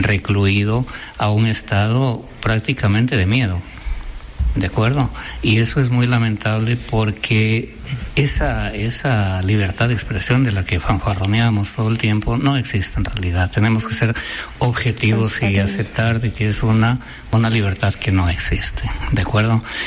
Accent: Pindal, Loja, Ecuador; Bueno, yo pasé mi niñez en un pueblo en Pindal, de la que me enorgullezco mucho

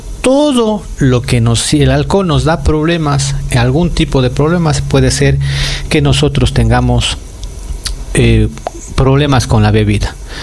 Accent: Cuenca, Azuay, Ecuador; nosotros somos de acá, de Cuenca.

